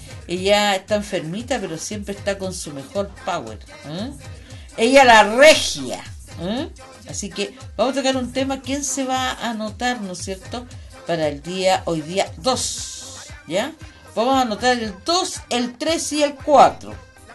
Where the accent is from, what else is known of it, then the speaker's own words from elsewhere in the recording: Chile; Mostremos que somos chilenos.